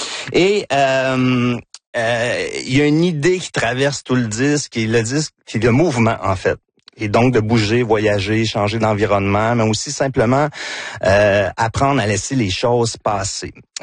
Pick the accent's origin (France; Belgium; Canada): Canada; Victoriaville, Quebec; accent: Victoriaville; C'est mon accent de Victoriaville, vous comprenez que c'est ça.